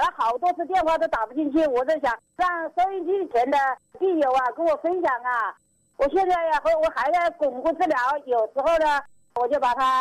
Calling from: Shayang, Hubei, China; 我是沙阳的啦。

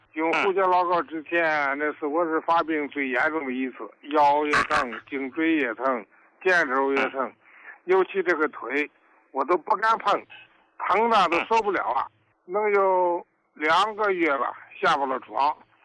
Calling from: Shenyang, Liaoning, China; 我是沈阳的，

